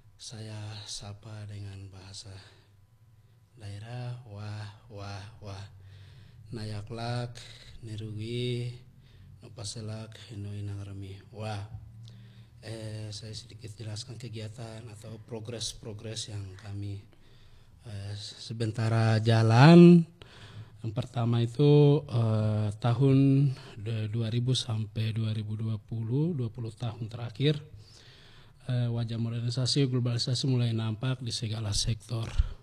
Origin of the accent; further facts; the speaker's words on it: Highland Papua, Indonesia; kami orang Hubula